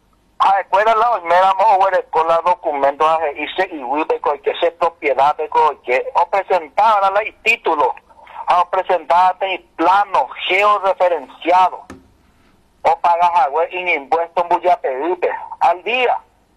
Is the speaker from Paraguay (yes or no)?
yes; Mbuyapey, Paraguarí, Paraguay; estamos una familia de Embuyapeú, somos de Embuyapeú